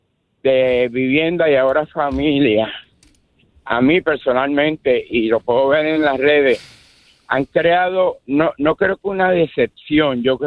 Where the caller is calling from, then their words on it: Puerto Rico; Yo como puertorriqueño